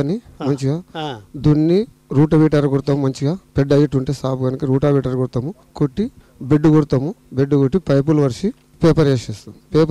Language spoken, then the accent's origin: Telugu; Ranga Reddy district, Telangana, India; మాది కందవాడ గ్రామం, చివల మండలం, రంగారెడ్డి జిల్లా.